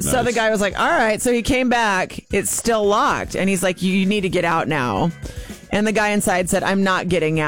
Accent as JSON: {"language": "English", "town": "Kansas City", "region": "Missouri", "country": "United States", "tie": "born or raised there", "said": "Okay, so something crazy happened in my hometown of Kansas City."}